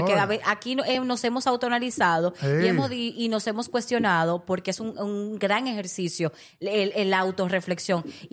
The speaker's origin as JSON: {"language": "Spanish", "region": "Santiago", "country": "Dominican Republic", "said": "Y como buena santiaguera"}